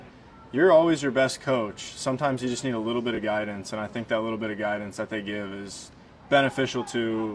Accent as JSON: {"language": "English", "town": "Floyds Knobs", "region": "Indiana", "country": "United States", "tie": "born or raised there", "said": "Floyd's Knobs, Indiana. Not a very big town. I wouldn't say it's tiny, but, you know, there's not a whole lot"}